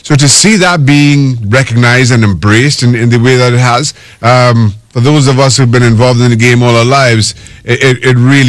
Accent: Trinidad & Tobago; You mentioned I'm from Trinidad Tobago, so I grew up playing against the U.S. at junior national levels.

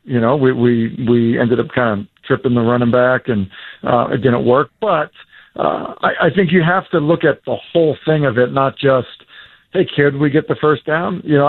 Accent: New England, United States; now in Tennessee, United States; growing up in New England, like, you drive 30 minutes and you get to every game, right?

